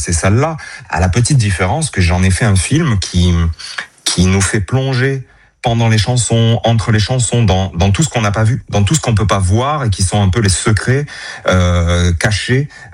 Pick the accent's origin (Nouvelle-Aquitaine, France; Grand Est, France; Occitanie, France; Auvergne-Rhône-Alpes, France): Occitanie, France; c'est ma région, parce que c'est là où j'ai grandi et que mon cœur est là